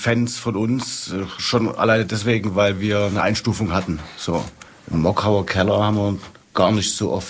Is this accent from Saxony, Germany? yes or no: yes; Leipzig, Saxony, Germany; bin ja kein Leutscher, ich komme aus dem Mitte.